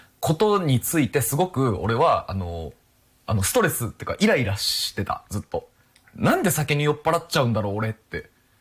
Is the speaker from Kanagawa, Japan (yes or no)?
no; Osaka, Japan; moved away; 地元の大阪の方に帰ってて